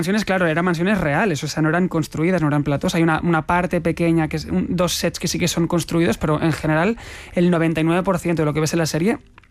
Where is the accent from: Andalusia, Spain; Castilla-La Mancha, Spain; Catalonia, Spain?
Catalonia, Spain; yo, que interpreto a Dalí, soy catalán